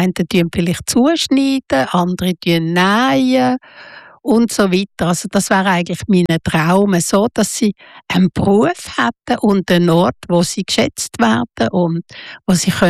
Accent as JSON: {"language": "German", "town": "Basel", "region": "Basel-Stadt", "country": "Switzerland", "tie": "born or raised there", "said": "Das ist so eine Jugendhauszeit gewesen und ich bin in Basel aufgewachsen, oder?"}